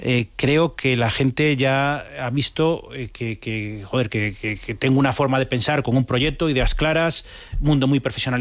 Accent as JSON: {"language": "Spanish", "town": "Vigo", "region": "Galicia", "country": "Spain", "said": "Si soy de Vigo..."}